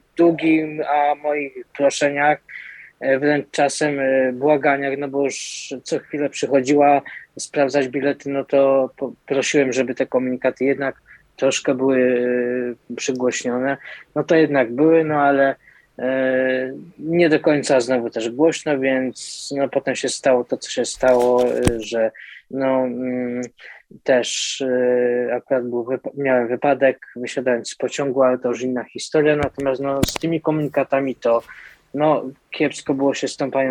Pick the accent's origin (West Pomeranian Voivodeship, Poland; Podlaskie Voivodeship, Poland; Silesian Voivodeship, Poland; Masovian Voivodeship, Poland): Silesian Voivodeship, Poland; Jaworzno; u nas w Jaworznie